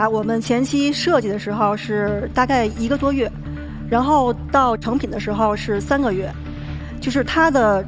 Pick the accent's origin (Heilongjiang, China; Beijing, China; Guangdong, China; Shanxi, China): Beijing, China; 我是北京姑娘。